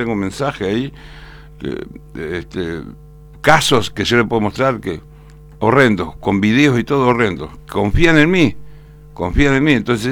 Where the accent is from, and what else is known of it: Argentina